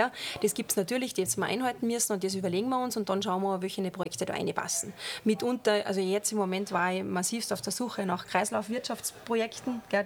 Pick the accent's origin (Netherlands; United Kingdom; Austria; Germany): Austria